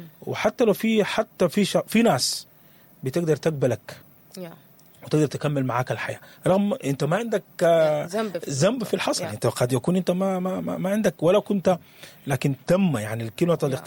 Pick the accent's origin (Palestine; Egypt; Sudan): Sudan; وهل ده احنا محتاجينه في الوقت ده كسودانيين